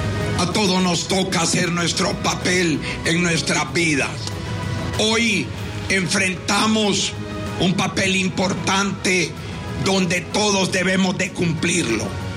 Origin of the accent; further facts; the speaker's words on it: Honduras; Tenemos un deber también, todos como hondureños, de poder hacerle frente juntos a este gran flagelo.